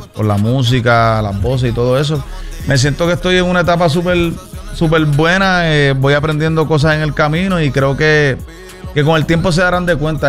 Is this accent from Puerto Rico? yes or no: yes; Cataño, Puerto Rico; Yo soy nacido y criado en Puerto Rico